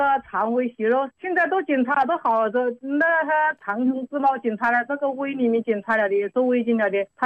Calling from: Jinshan, Shanghai, China; 我是金山马甸的。

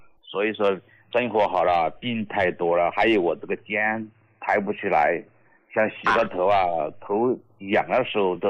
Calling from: Jintang, Sichuan, China; 哎，我来自四川成都金堂县的

